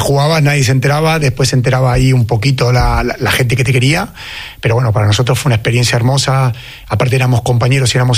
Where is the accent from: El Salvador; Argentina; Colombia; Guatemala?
Argentina; moved away as an adult; now in Spain; éramos 3 argentinos perdidos en el País Vasco